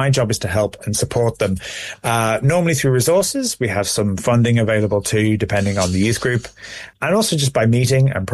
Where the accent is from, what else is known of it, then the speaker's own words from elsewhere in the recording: Clowne, East Midlands, United Kingdom; moved away as an adult; also born or lived in Liverpool; I grew up in England. I grew up in a Methodist church in a tiny village called Clown, as in Circus Clown.